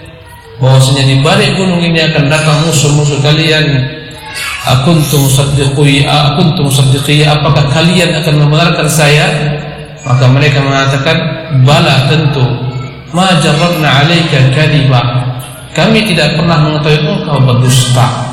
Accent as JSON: {"language": "Indonesian", "town": "Batam", "region": "Riau Islands", "country": "Indonesia", "said": "Saya dari Batam, antum dari Lombok, sebagian dari Bima."}